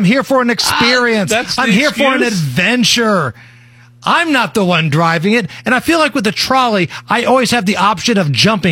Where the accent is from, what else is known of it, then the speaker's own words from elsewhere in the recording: Beech Grove, Indiana, United States; also born or lived in Muncie; I grew up in Beech Grove and went to school in Muncie.